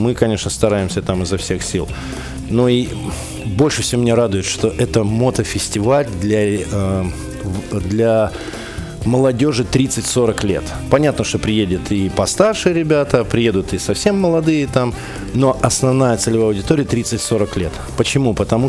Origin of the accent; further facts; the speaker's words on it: Saint Petersburg, Russia; born there; я в детстве в аэропорт, в Пулково, да, ехал на такси.